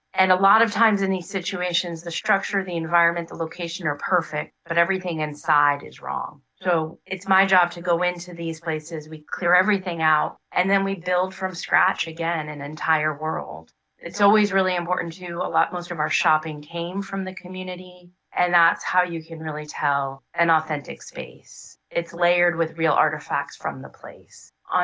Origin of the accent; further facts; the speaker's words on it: Worcester, Massachusetts, United States; born or raised there